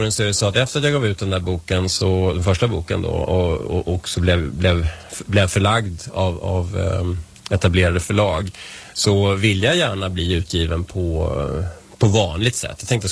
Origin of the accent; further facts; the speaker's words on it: Vällingby, Stockholm County, Sweden; also born or lived in Strängnäs; now in Nacka, Sweden; Jag kommer ju inte härifrån. Jag kom från Vällingby från början och sen har jag bott i stan och jag har bott i Strängnäs då, som sagt.